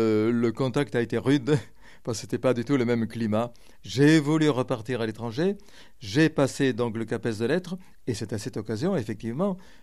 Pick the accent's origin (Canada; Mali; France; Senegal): France; Lavaur, Occitanie; born there; also born or lived in Paris region; now in Castres, France; je suis originaire de Lavaur, qui est à la limite de l'Auragais. Mais suite au concours du CAPES d'Occitan, je me suis retrouvé en poste, effectivement, à Castres en 1992.